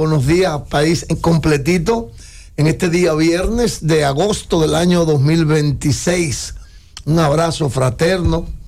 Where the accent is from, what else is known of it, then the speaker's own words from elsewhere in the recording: Dominican Republic; primero como duartiano, yo soy un dominicano que se formó, que se ha formado bajo la filosofía de Juan Pablo Duarte. Yo soy duartiano con todo mi corazón. Y soy cristiano de manera objetiva, no de manera religiosa.